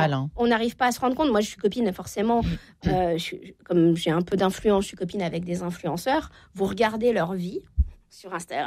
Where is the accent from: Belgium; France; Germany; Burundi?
France; Normandy